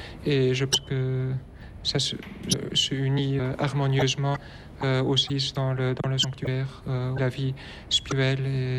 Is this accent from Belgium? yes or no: yes; Belgium; Je viens de la Belgique, de la Vendre, et je suis un séminariste